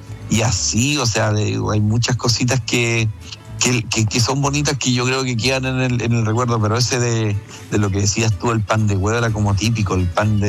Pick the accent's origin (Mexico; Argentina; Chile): Chile; Villa Alegre, Maule; moved away; also born or lived in Santiago; me vine de la zona de Villa Alegre a estudiar a Santiago